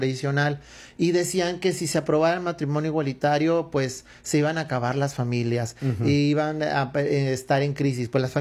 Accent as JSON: {"language": "Spanish", "country": "Mexico", "said": "somos ciudadanos mexicanos"}